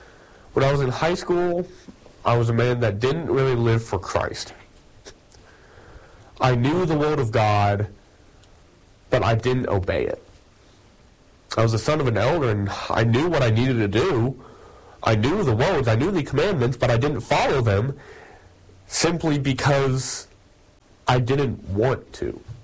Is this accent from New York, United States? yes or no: no; Little Rock, Arkansas, United States; moved away as an adult; now in Paragould, United States; I'm from Little Rock, Arkansas. The college I go to is in Paragould, about 2.5 hours away.